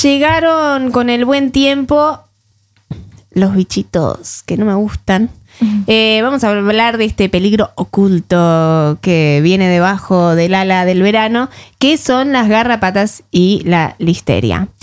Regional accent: Argentina; Ahora me puse así como argentina patriota.

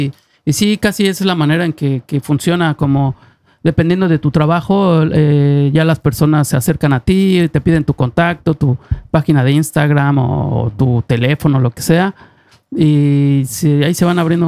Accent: Mexico; moved away as an adult; now in Norway; soy DJ, vengo de México

